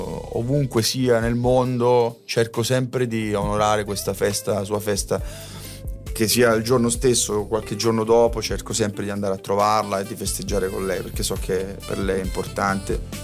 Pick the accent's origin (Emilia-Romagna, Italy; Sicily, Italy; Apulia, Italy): Apulia, Italy; Carovigno; Carovigno, mi però piace nominare il mio paese.